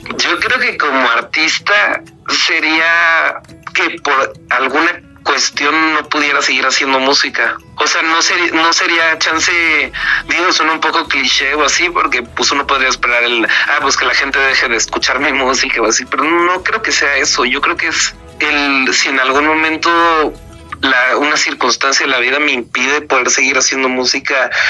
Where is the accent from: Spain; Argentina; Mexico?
Mexico